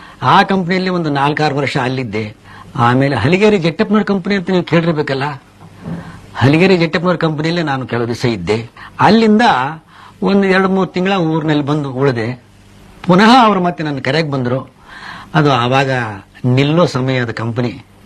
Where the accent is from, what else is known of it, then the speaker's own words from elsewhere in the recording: Hanumasagar, Karnataka, India; born there; ನಂದು ಹುಟ್ಟಿದ ಸ್ಥಳ ರಾಯಚೂರು ಡಿಸ್ಟಿಕ್ಟು ಕುಷ್ಟಗಿ ತಾಲೂಕು ಹನುಮಸಾಗರ ಅಂತ.